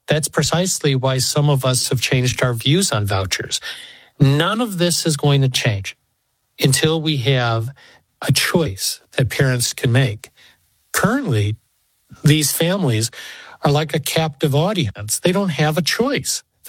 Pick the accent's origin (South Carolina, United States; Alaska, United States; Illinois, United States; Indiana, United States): Illinois, United States; Chicago; now in Northern Virginia, United States; I grew up in Chicago.